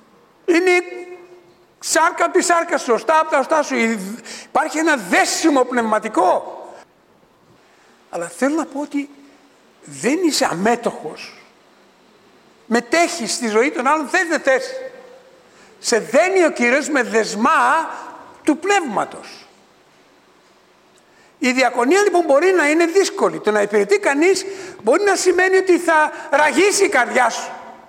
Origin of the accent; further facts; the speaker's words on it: Thessaloniki, Central Macedonia, Greece; moved away; Δεν το λέω επειδή είμαι Θεσσαλονικιός, όχι. Άμα ξύσεις λίγο θα δεις Κρήτη γράφει πάνω. την άφησα.